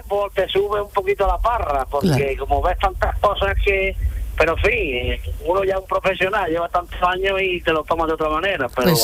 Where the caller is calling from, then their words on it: Cuevas de San Marcos, Málaga, Andalusia, Spain; Yo vivo en Cuadra de San Marcos, en un pueblo de Málaga, aquí en el límite de provincia con Córdoba.